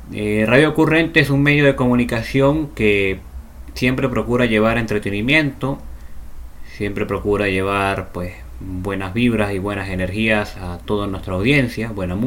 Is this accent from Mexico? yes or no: no; Venezuela; now in Santiago, Chile; ustedes saben que yo soy venezolano, tengo ya varios años residenciado acá en Santiago de Chile.